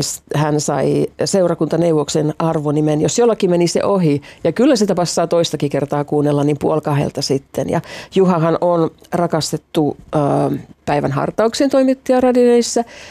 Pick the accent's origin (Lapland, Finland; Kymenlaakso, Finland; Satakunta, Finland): Lapland, Finland; Muonio; Minä kun kasvoin tuolla Lapissa, Suomen kainalossa, siellä Muonion pienessä kylässä, niin meillä oli vuosittain siellä lentopallon puulaakiottelut.